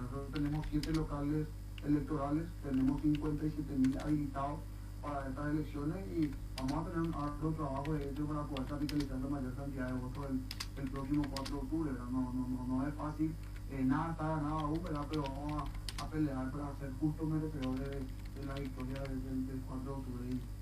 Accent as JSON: {"language": "Spanish", "country": "Paraguay", "said": "yo me considero un buen paraguayo, un buen patriota"}